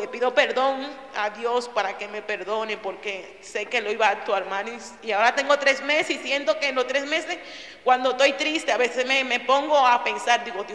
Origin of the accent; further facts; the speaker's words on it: Dominican Republic; moved away as an adult; soy de República Dominicana, tengo 3 niños y quedé embarazada aquí.